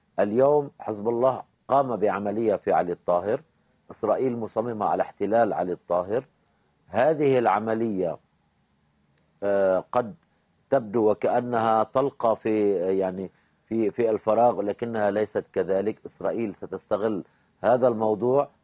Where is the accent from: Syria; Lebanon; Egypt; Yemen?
Lebanon; ونحن نقول كلبنانيين يعني عبر لبنان الرسمي،